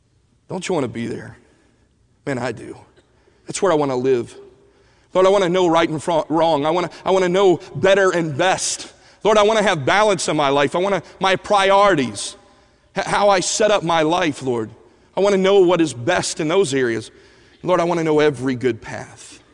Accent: Alabama, United States; and even growing up in Alabama, when I first moved there, there's some things I had to learn.

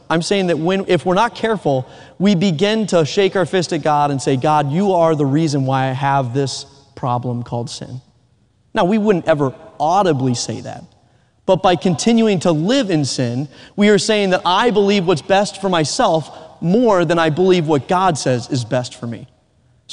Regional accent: the South, United States; accent: Southern; Southern is my first language. I had to relearn English in college.

